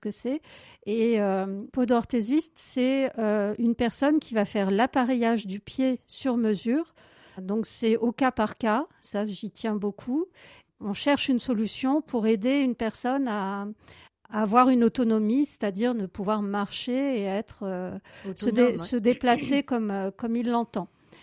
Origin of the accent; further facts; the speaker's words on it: Centre-Val de Loire, France; also born or lived in Paris; Je suis née en 1972 à Paris. Et j'ai grandi une petite partie en ville. Et puis ensuite, mes parents ont déménagé du côté de l'Eure-et-Loire vers Chartres, Châteaudun.